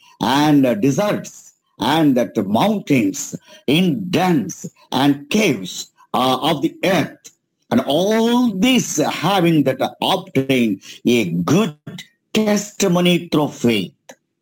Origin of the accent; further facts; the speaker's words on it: India; So I'm from India.